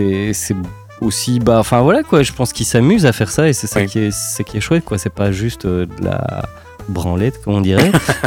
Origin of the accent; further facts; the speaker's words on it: Brussels, Brussels-Capital Region, Belgium; moi, je suis Bruxellois